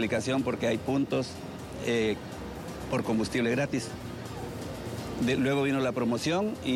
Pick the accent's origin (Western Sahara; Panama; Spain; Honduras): Honduras; El Progreso, Yoro; Vengo desde El Progreso, me encuentro muy alegre.